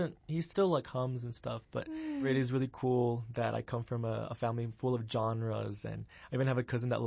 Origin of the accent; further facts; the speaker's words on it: El Paso, Texas, United States; Yes, sir.